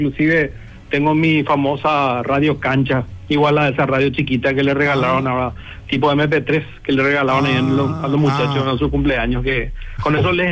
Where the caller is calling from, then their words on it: Asunción, Paraguay; Yo estoy en Asunción.